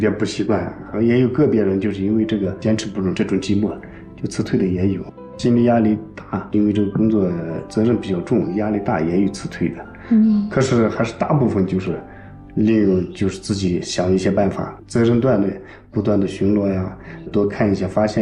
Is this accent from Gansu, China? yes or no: yes; Gansu, China; moved away as an adult; now in Tibet, China; 我是甘肃的。